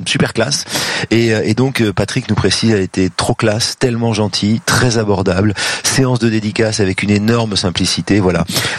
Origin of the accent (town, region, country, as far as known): France